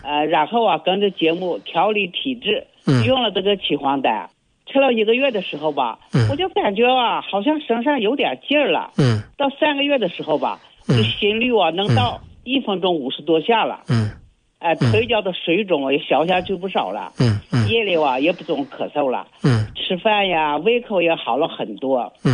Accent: Kunming, Yunnan, China; 我是昆明的。

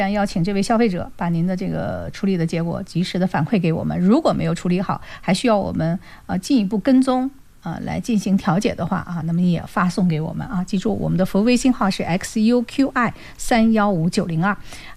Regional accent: China; 我们中国人呢是讲究锅气的

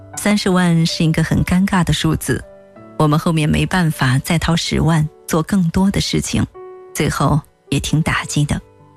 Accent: Nanjing, Jiangsu, China; 我虽然生在南京，长在南京，但身份证是安徽的。上了小学之后，有些老师会问你父母在哪里，有些孩子会受到父母影响歧视你的出生地。

